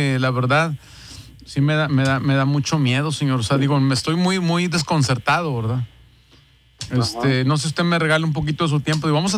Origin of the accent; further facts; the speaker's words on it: Linares, Nuevo León, Mexico; now in Guadalupe, Mexico; Nosotros somos de Linares, señor.